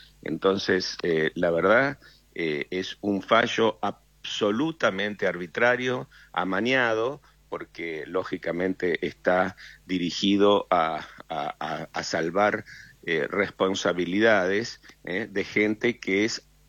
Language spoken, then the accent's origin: Spanish; Argentina; nos ofende a todos como argentinos